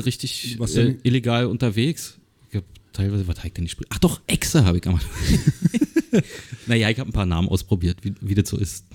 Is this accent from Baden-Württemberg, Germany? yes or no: no; Köpenick, Berlin, Germany; Ich bin in Köpenick groß geworden, genauso wie du.